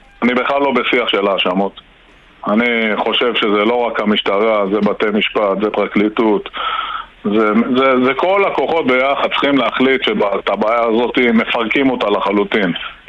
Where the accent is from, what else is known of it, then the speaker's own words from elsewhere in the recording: Metula, Northern District, Israel; אני גדלתי במטולה כל החיים שלי.